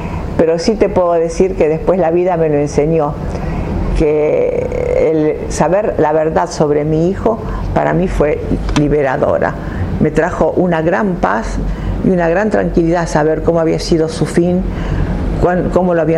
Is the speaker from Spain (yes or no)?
no; San Justo, Argentina; San Justo, mi pueblo natal